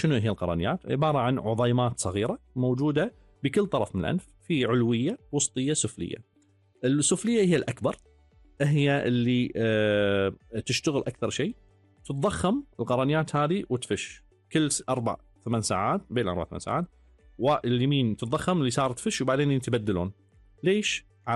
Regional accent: Kuwait; عندنا بالكويت

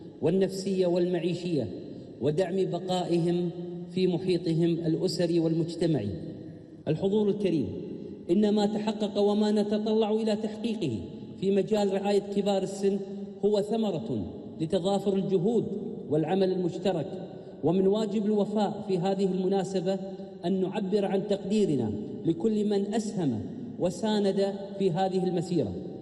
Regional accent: Kuwait; بلادنا الكويت

